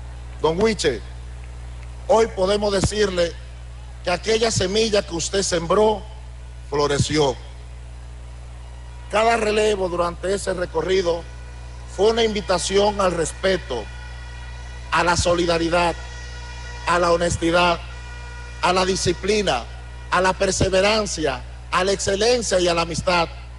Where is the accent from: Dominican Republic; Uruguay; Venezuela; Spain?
Dominican Republic